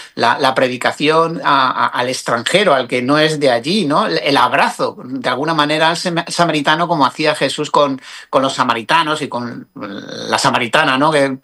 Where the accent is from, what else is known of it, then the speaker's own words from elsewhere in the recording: Zamora, Castile and León, Spain; born there; now in Canary Islands, Spain; mi pueblito de Zamora